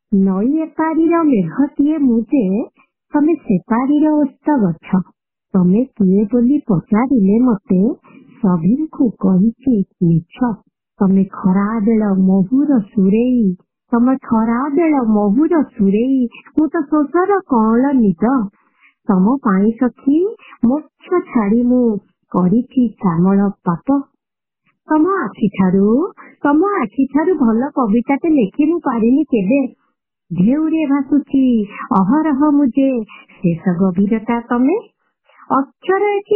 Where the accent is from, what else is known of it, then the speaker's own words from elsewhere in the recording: Puri, Odisha, India; ଘର ଶ୍ରୀକ୍ଷେତ୍ର ପୁରୀ ବଳବଲ୍ଲୀ।